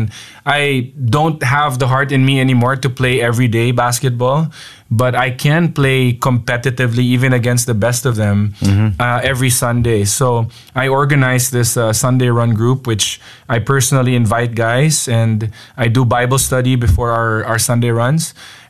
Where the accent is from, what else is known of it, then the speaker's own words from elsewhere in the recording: Baguio, Cordillera Administrative Region, Philippines; Born and raised in Baguio. Then I got recruited 2002 to play in Ateneo.